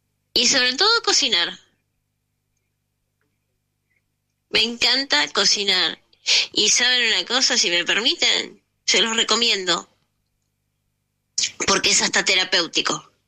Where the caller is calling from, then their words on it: Buenos Aires, Argentina; de Caballito